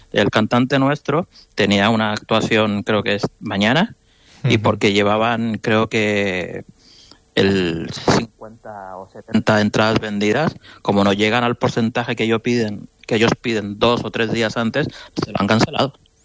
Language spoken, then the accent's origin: Spanish; Barcelona, Catalonia, Spain; nosotros somos de aquí de Barcelona